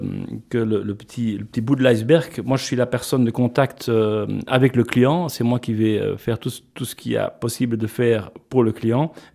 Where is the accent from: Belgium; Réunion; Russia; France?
Belgium; Antwerp, Flanders; now in Luxembourg; je me sentais plus obligé de rester à Anvers, puisque je suis originaire d'Anvers, pour reprendre la société familiale.